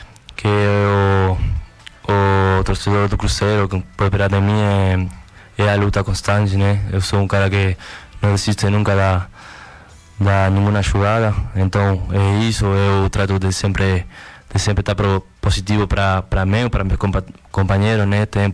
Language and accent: Portuguese; Uruguay; Portuguese is a second language; now in Brazil; Sim, é muito diferente que daqui do Brasil, que é do Uruguai. Meu país natal é muito diferente